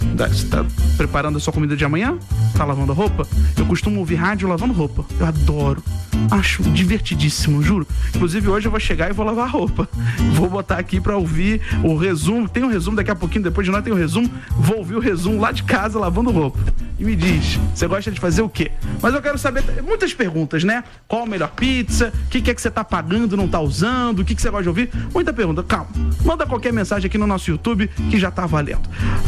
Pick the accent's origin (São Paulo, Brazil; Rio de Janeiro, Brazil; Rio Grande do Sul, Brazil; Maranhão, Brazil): Rio de Janeiro, Brazil; born there; Eu também me reconheço como carioca, eu nasci na Tijuca